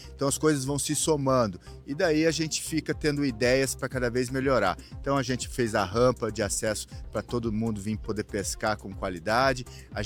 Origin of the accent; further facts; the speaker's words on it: Três Lagoas, Mato Grosso do Sul, Brazil; Eu sou nascido em Três Lagoas, então eu desde criança eu participo, eu convivo, eu venho visitar o nosso balneário, o nosso Rio Sucuriú, Rio Paraná.